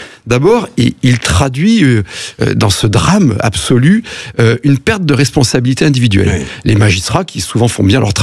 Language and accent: French; France; Nous allons payer tous, en tant que Français, cette année 2026, 70 milliards d'euros d'intérêts de la dette de l'État